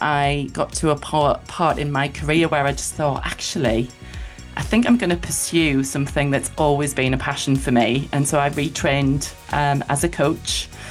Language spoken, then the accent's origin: English; Sunderland, North East England, United Kingdom; So I'm from Sunderland originally, around Oxford Park area, for those that are local